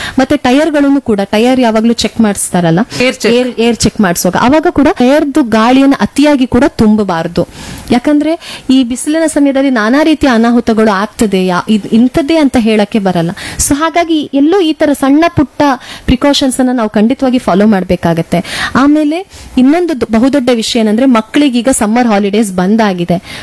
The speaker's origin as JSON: {"language": "Kannada", "region": "Karnataka", "country": "India", "said": "ನಮ್ಮ ಊರಲ್ಲಿ 40 degree Celsius ಇಲ್ಲದೆ ಇದ್ರೂ ಸಹ 35 ಡಿಗ್ರಿ ಸೆಲ್ಸಿಯಸ್ ನಮ್ಗೆ ಸಾಕಾಗ್ತದೆ ಉಡುಪಿ ಮಂಗಳೂರಿನವರಿಗೆ."}